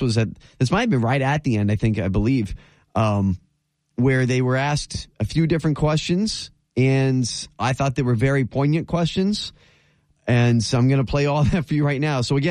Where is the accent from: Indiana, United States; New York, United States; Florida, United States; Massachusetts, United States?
Florida, United States; from my home state of Florida